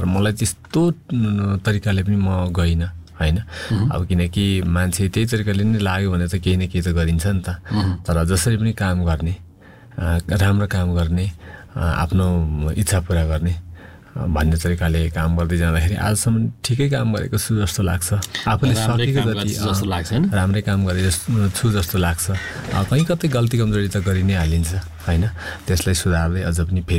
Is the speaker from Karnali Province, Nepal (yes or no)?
no; Taplejung, Koshi Province, Nepal; ठ्याक्कै मेरो गाउँदेखि पारिपट्टि कामबाङ गाउँ नै छ कि, उहाँहरूले मलाई देख्नुहुन्छ, मेरो घर देख्नुहुन्छ, म उहाँहरूको घर देख्छु